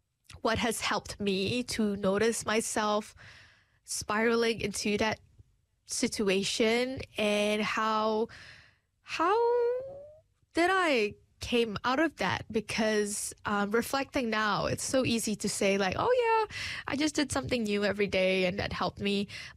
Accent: Malaysia; I'm from Malaysia. We never walk because it's hot.

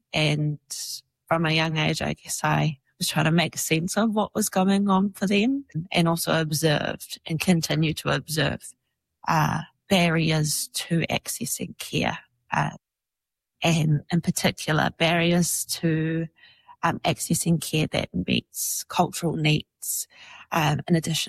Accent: Waikato, New Zealand; I grew up in the Waikato, which is very close to the West Coast. And so the environment that I grew up in, I was very much immersed in this culture where the norm was dragging nets for kaimoana

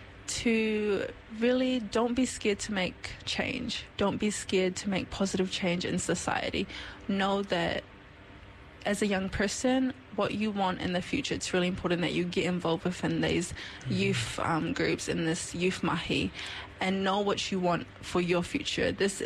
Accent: New Zealand; born there; as a Kiwi, as someone being born in New Zealand, I'm proud of just being able to be proud of my identity. As a Samoan

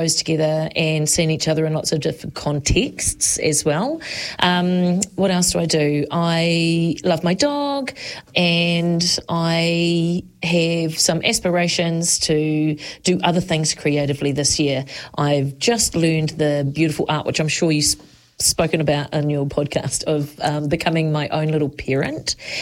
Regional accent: Palmerston North, Manawatū-Whanganui, New Zealand; I am a Palmerston North local. I born and bred in Papaioia.

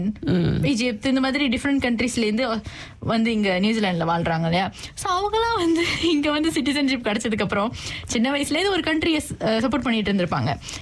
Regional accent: Malaysia; now in New Zealand; என்ன கேள்வி வந்துச்சுன்னா நான் மலேசியன்

